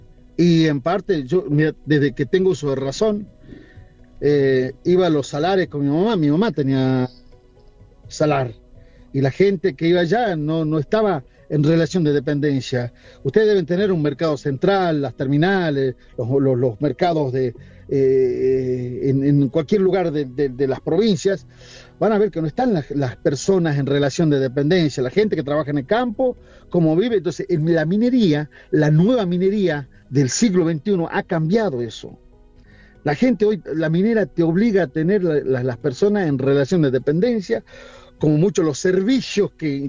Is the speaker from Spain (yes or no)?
no; Argentina; constantemente tratando de entender la política económica y, e ir para adelante como argentinos, ¿no?